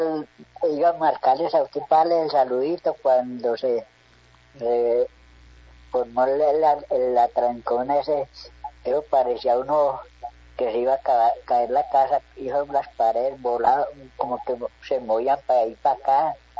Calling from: Pereira, Risaralda, Colombia; Yo soy el otro ciego de aquí, de Pereira.

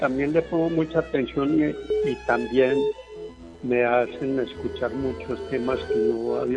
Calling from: Chinchiná, Caldas, Colombia

